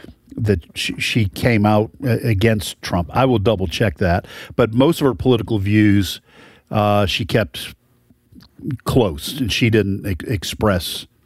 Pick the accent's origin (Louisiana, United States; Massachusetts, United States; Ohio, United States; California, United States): Massachusetts, United States; Boston; I will say this as a Bostonian.